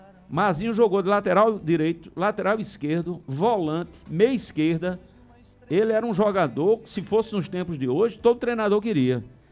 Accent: Mari, Paraíba, Brazil; o tenente-coronel João Pereira, que é meu conterrâneo, é de Mari.

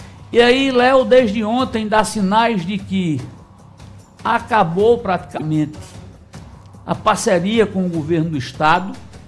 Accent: Cajazeiras, Paraíba, Brazil; moved away; Cidadão que saiu de onde eu saí, lá de Cajazeiras, começando numa rádio comunitária

